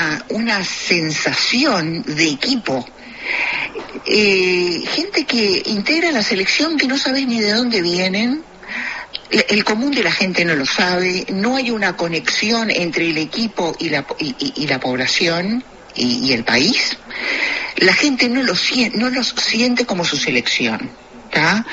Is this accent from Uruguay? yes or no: yes; Uruguay; soy simplemente una uruguaya